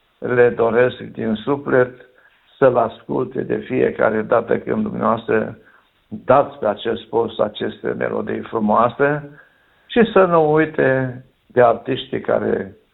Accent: Romania; ne putem mândri că suntem români

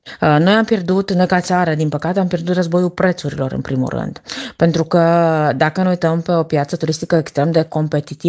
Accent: Baia Mare, Maramureș County, Romania; pentru un turist din Baia Mare, pentru că eu sunt din Baia Mare

